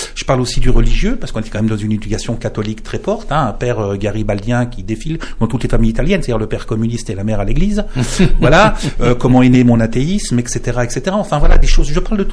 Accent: Verdun, Grand Est, France; born there; je suis né à Verdun et que c'est pas une ville simple.

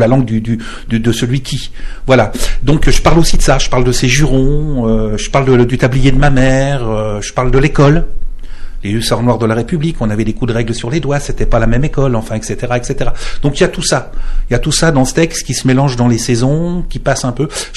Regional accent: Verdun, Grand Est, France; born there; Il y a aussi une saison sur Verdun, parce que je suis né à Verdun et que ce n'est pas une ville simple.

